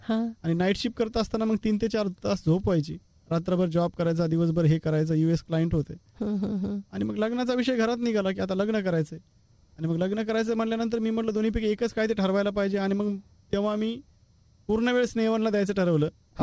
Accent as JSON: {"language": "Marathi", "region": "Maharashtra", "country": "India", "tie": "born or raised there", "said": "महाराष्ट्रामध्ये परभणी जिल्ह्यामध्ये माझं छोटं गाव आहे. आणि गावामध्ये माझं सगळं शिक्षण झालं."}